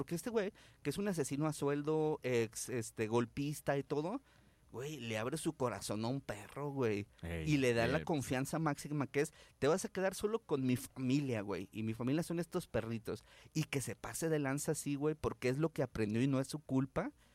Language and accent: Spanish; Guadalajara, Jalisco, Mexico